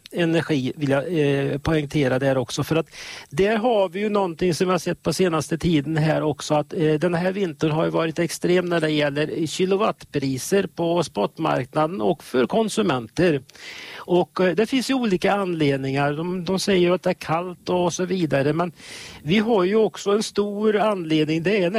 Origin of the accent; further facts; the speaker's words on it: Sweden